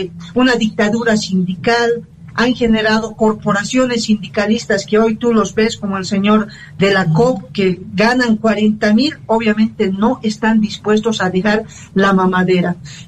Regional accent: El Alto, La Paz, Bolivia; a mí me indigna como alteña, como paseña, como boliviana

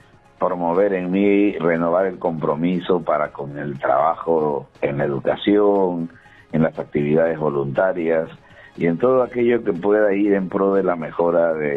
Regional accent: Peru; Nosotros hemos nacido en el Perú y somos peruanos.

